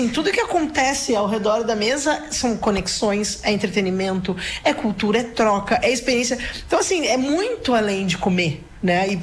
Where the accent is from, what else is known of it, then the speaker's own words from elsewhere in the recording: Caxias do Sul, Rio Grande do Sul, Brazil; also born or lived in São Marcos; Eu sou nascida em São Marcos, cresci em Caxias do Sul, então tem uma conexão com a Serra muito forte.